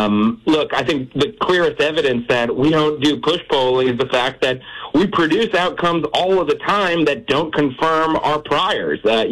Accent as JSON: {"language": "English", "town": "West Bloomfield", "region": "Michigan", "country": "United States", "tie": "born or raised there", "said": "West Bloomfield, Michigan, which is my hometown"}